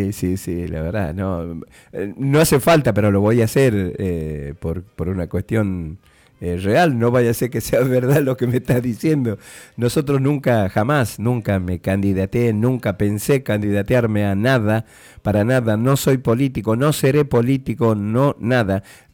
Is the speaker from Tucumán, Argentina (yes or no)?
yes; Monteagudo, Tucumán, Argentina